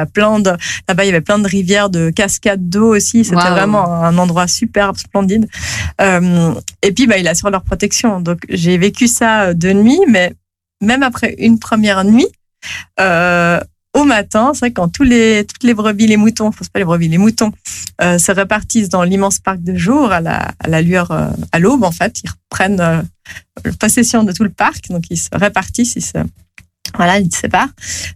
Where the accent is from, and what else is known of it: Geneva, Switzerland